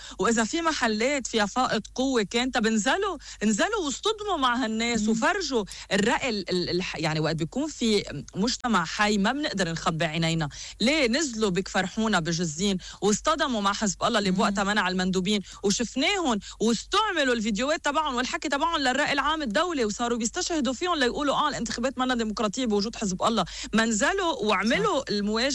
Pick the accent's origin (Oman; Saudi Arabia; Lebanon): Lebanon